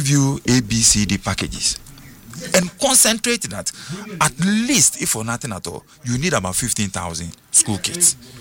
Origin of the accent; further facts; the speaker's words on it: Ghana; we are Ghanaian.